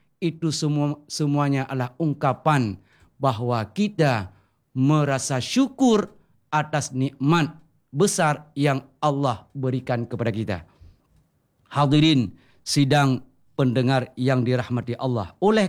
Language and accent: Indonesian; Aceh, Indonesia; Kita orang Aceh, orang Indonesia.